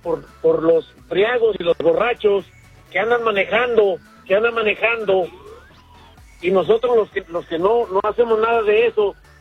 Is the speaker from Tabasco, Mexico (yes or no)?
no; Puebla, Mexico; Es falta de respeto, yo soy de Puebla.